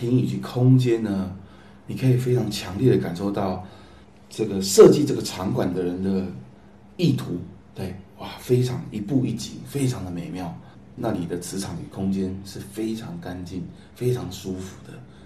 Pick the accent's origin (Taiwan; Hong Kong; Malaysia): Taiwan; now in Nanjing, China; 确实初来到南京，表达我们自己是台湾过来的同胞，一般大众对于台湾人是非常包容以及友善的